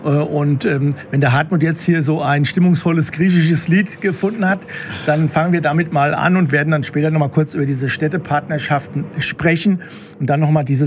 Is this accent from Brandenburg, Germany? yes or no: no; Usingen, Hesse, Germany; born there; now in Rüsselsheim, Germany; Ich komme aus dem Taunus. Wenn du von Rüsselsheim, also immer vom Mainufer Richtung Taunus guckst, siehst du einen Feldberg und dann so 10 Grad rechts davon, da ist dann das Weiltal und da ist dann Merzhausen bei Usingen. Das ist mein Geburtsort.